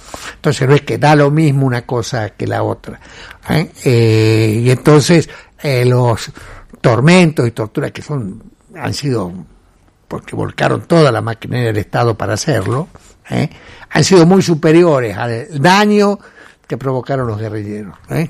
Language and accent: Spanish; Argentina